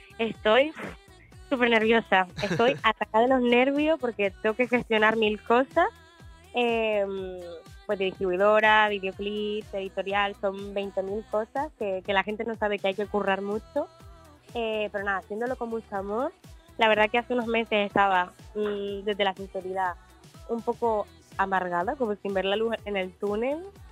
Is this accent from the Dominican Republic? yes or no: no; Canary Islands, Spain; Y sí, a mí me recuerda mucho a mi tierra, por supuesto.